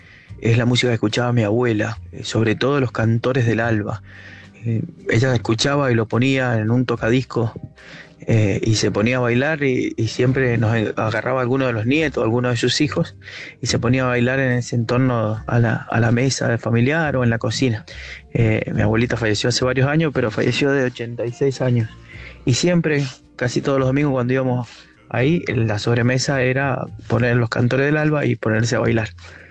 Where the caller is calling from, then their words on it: San Rafael, Mendoza, Argentina; soy de Mendoza, de San Rafael.